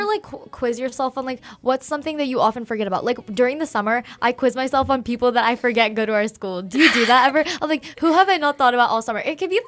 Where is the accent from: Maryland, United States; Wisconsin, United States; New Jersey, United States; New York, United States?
Wisconsin, United States; We're from Wisconsin.